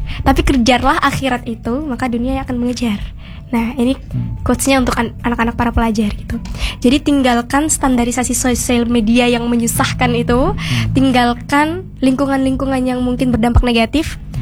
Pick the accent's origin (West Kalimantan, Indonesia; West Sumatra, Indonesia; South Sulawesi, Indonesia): West Kalimantan, Indonesia; Singkawang; Saya orang Singkawang